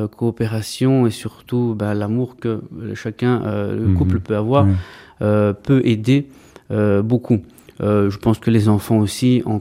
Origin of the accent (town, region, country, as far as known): Brussels, Brussels-Capital Region, Belgium; born or raised there; also born or lived in Greece